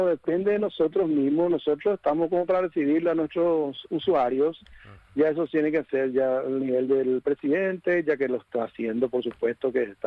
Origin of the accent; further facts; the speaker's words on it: Asunción, Paraguay; No, yo soy de Asunción. Estoy acá trabajando.